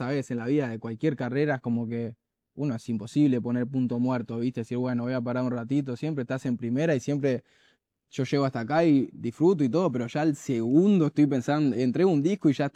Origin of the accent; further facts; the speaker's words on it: Buenos Aires, Argentina; mi barrio. Yo siempre fui como de ahí, me daba hasta coraje venir a Palermo, ¿viste? Era como, yo soy de la Comuna 4 y ya fue.